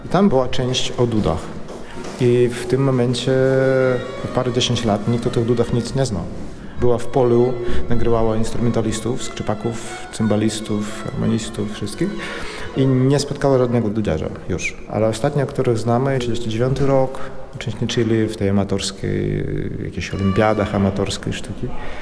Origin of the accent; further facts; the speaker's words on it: Belarus; also born or lived in Minsk; now in Gdańsk, Poland; pochodzę oryginalnie z Białorusi. Obecnie mieszkam w Gdańsku